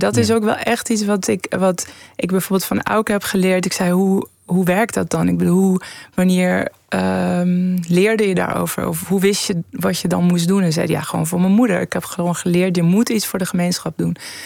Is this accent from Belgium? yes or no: no; Tehran, Tehran Province, Iran; now in Netherlands; Ik bedoel, wij waren daar naar Nederland gekomen. Ik kwam uit een grote stad. Ik ben opgegroeid in Teheran.